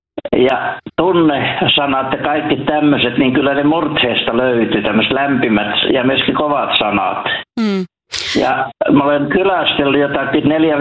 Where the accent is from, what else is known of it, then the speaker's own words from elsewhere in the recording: Lapland, Finland; accent: Western Lapland dialect; minun kotikylällä sinne Matilanpalhoon